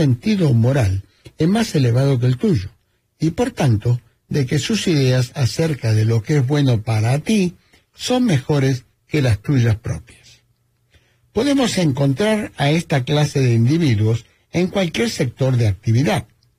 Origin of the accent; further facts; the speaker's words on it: Argentina; Saben que como argentino me gusta mucho comer carne